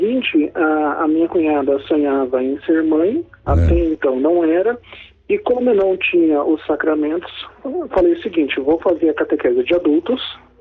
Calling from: Ponta Grossa, Paraná, Brazil; Eu falo da cidade de Ponta Grossa, no Paraná.

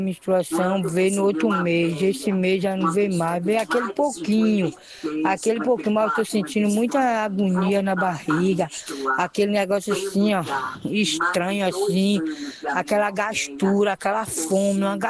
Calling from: Muritiba, Bahia, Brazil; Eu sou de Muritiba, eu moro aqui no Mundo Novo, número 21 … Eu também tenho igual essa moça aí, 50 anos

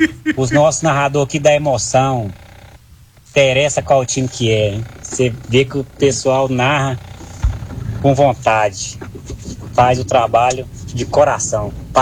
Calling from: Goiânia, Goiás, Brazil; aqui de Cidade Jardim.

